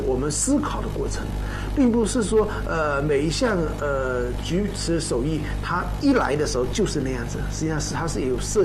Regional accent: Fuzhou, Fujian, China; 我们福州话叫做骑马钉

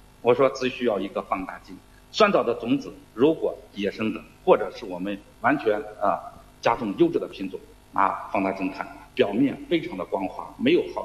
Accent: Shaanxi, China; 我们陕西人采连翘呢，当特别是秦岭山区采连翘

